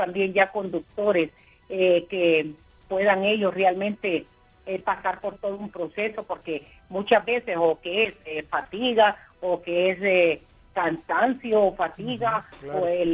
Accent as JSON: {"language": "Spanish", "town": "Siguatepeque", "region": "Comayagua", "country": "Honduras", "said": "Porque soy de Siguatepeque, Comayagua"}